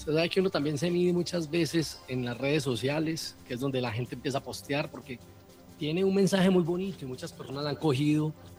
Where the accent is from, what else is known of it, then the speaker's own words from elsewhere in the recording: Manzanares, Caldas, Colombia; moved away as an adult; now in Bogotá, Colombia; en Manzanares, Caldas, de donde soy oriundo